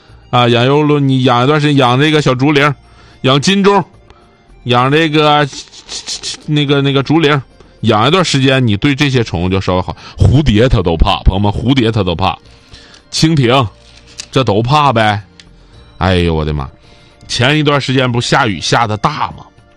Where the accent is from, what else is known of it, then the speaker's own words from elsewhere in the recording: Northeast China, China; accent: Northeastern dialect; 用我们东北话讲叫滋溜。